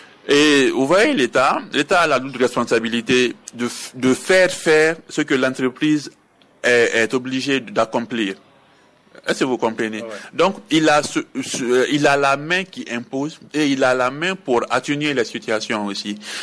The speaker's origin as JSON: {"language": "French", "town": "Siguiri", "region": "Kankan Region", "country": "Guinea", "said": "chez nous à Siguiri"}